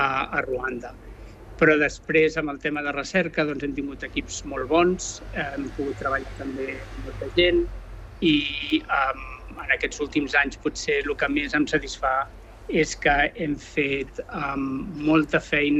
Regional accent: Sant Cugat del Vallès, Catalonia, Spain; born or raised there; also born or lived in Barcelona

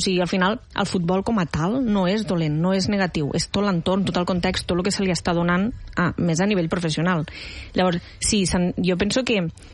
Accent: Cervera, Catalonia, Spain; jo que vinc de Cervera

